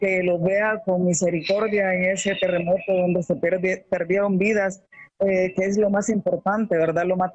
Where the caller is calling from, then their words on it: Zacapa, Guatemala; estoy llamando de Guatemala, del oriente del país, Zacapa